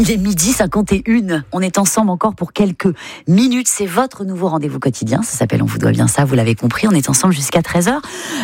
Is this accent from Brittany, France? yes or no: yes; Brittany, France; C'est froid, comme chez moi en Bretagne, une combi, et puis c'est parti.